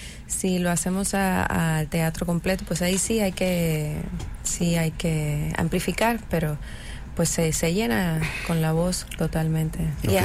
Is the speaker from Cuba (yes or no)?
yes; Cuba; Como cubanas que somos